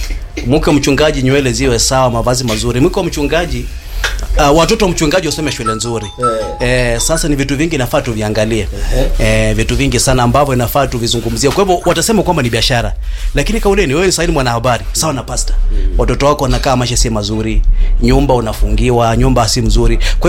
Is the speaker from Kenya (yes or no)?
yes; Kakamega County, Kenya; tuko watu kadhaa ambao tumetoka kule Kabras